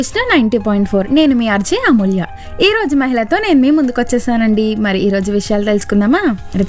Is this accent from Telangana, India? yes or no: yes; Mahbubnagar, Telangana, India; moved away as an adult; now in Hyderabad, India; మాది మహబూబ్ నగర్. నేను BSc home science చేసేందుకు హైదరాబాద్ వచ్చా. చదువైన కొన్నాళ్ళకే పెళ్లి కావడంతో ఇక్కడే స్థిరపడ్డాం.